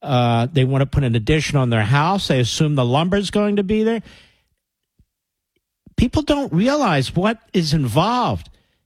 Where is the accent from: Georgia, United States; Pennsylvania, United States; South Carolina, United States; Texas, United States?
Pennsylvania, United States; Yeah, I'm from Montgomery.